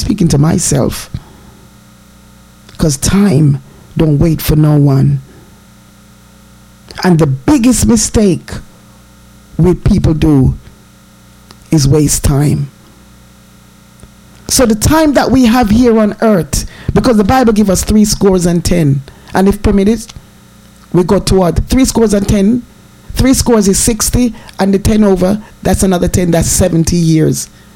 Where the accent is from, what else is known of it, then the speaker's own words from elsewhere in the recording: Jamaica; I remember growing up in Jamaica, Christmas take forever if it come.